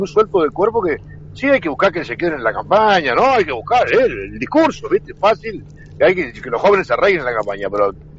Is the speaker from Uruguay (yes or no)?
yes; Uruguay; mira que yo soy uruguayo como cualquiera.